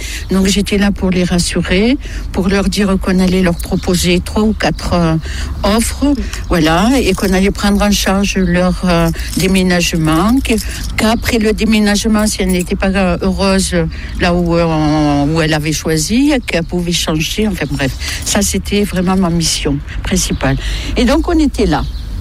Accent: Cellier, France; now in Chambord, France; J'ai supplié mon mari de revenir sur Montauban, et moi j'ai atterri à Cellier, là où j'ai grandi avec mes parents et mes frères et sœurs. Et de Cellier, je suis partie aux Chênes. Des Chênes, je suis à Chambord.

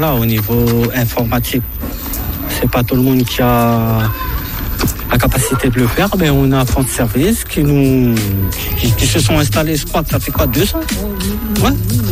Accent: Réunion; moved away; parce que j'étais un peu chaud, je venais de la Réunion.

